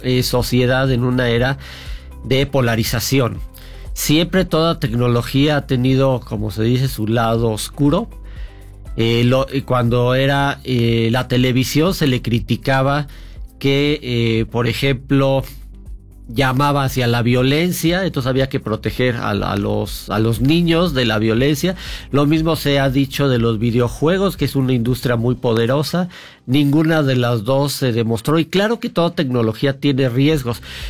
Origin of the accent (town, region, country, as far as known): Mexico